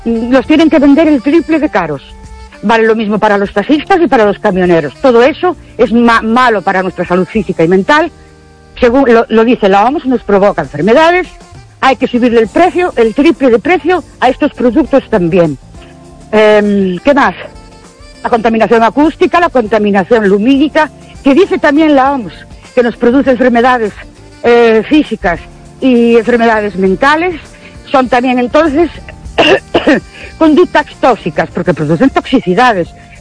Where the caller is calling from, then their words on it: Ourense, Galicia, Spain; Hola, buenas noches … de Orense otra vez.